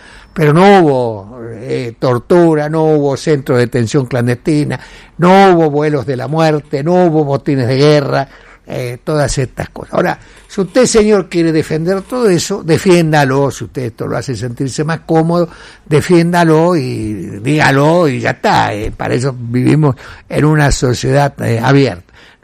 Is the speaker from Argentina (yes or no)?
yes; Argentina